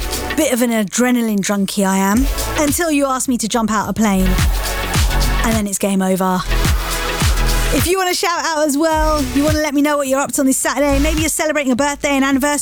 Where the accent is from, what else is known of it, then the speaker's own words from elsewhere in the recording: London, United Kingdom; I just about know the London ones, because as you can probably tell, I'm from London.